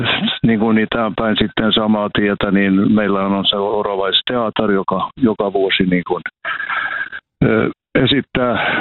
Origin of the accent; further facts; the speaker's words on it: Petolahti, South Ostrobothnia, Finland; Eihän mä olen Petolahdesta kotoisin Etelä-Pohjanmaalta ja olen toiminut täällä kyläopettajana kyllä monena vuotena.